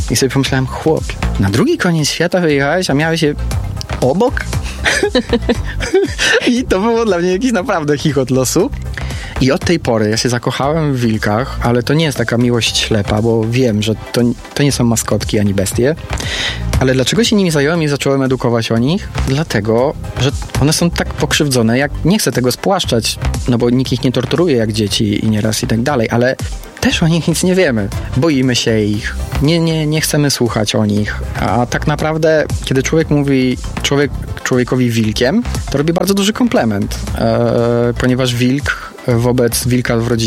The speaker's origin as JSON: {"language": "Polish", "town": "Połczyn-Zdrój", "region": "West Pomeranian Voivodeship", "country": "Poland", "lives_now": "Poznań, Poland", "said": "Ja mieszkam w Poznaniu, ale pochodzę z Połczyna Zdroju, więc zaproponowano mi książkę o tych regionach."}